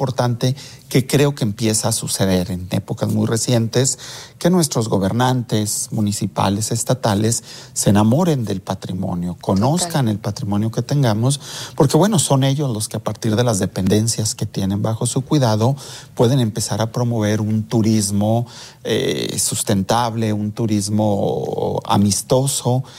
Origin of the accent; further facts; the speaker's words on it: Aguascalientes, Mexico; Si nosotros que somos de Aguascalientes